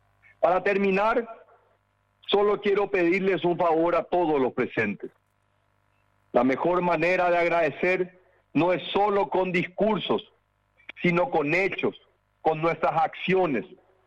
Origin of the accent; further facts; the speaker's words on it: Paraguay; como un paraguayo que ama a su país